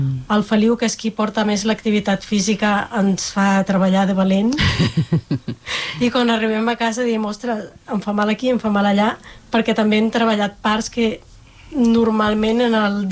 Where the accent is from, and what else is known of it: Colombia; now in Spain